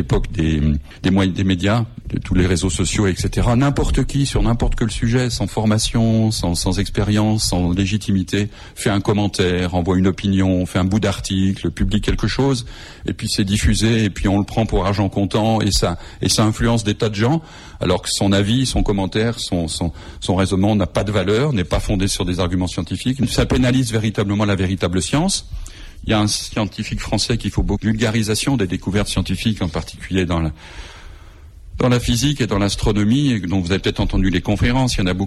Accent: Lyon, Auvergne-Rhône-Alpes, France; Je suis lyonnais d'origine et j'ai fait mes études dans la commune où il résidait

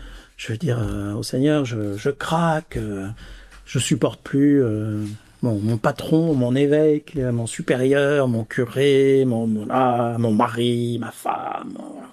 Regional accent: Marseille, Provence-Alpes-Côte d'Azur, France; J'avais un professeur qui nous disait, qui était du Sud, j'ai grandi à Marseille

